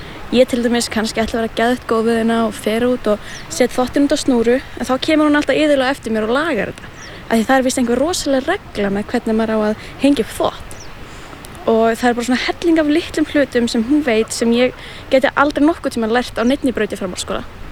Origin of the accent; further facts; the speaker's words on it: Húsavík, Northeastern Region, Iceland; ég er 19 ára og kem frá Húsavík.